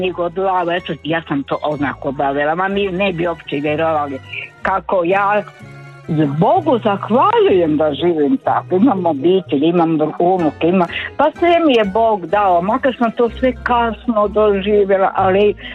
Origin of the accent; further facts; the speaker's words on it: Sutivan, Split-Dalmatia County, Croatia; now in Zagreb, Croatia; Ja sam u Zagrebu, nažalost. Ja sam iz Sutivana. Mi smo morali biti maknuti. Mala, u Zagrebu živim od 41. godine.